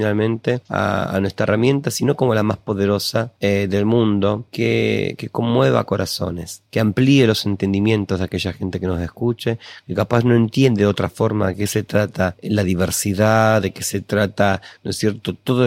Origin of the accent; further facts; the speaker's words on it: Argentina; está gobernando la ultraderecha en Argentina. También está pasando en mi país